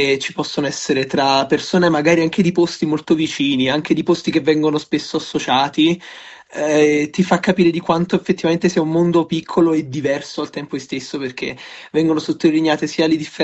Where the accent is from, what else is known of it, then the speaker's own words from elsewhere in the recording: Naples, Campania, Italy; Io sono di Napoli.